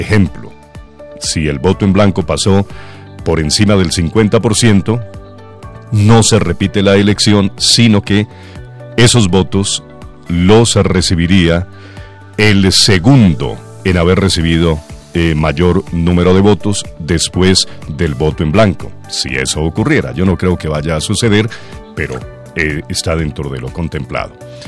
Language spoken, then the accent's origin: Spanish; Colombia; como colombiano y como cristiano